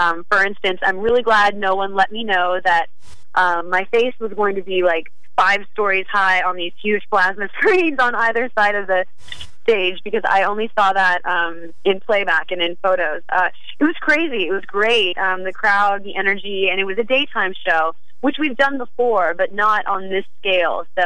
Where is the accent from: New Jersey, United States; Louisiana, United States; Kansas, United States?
Kansas, United States; Wichita; Yeah, I'm from Wichita, Kansas.